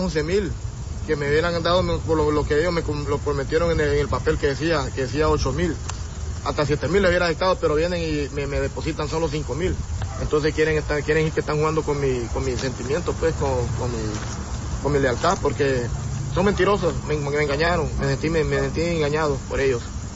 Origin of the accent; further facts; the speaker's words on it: Honduras; Porque yo soy hondureño, pero no me van a ver la cara.